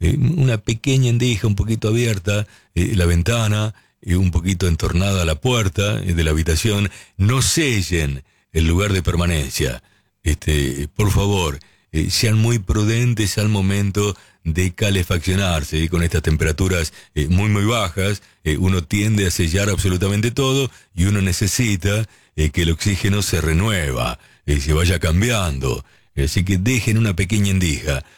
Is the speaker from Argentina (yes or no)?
yes; Quilmes, Buenos Aires Province, Argentina; now in Comodoro Rivadavia, Argentina; Como ya te dije varias veces, me crié en Quilmes, Quilmes Oeste, en el barrio El Dorado. Nací en 1954 y en la década del 60 fue maravillosa en mi niñez.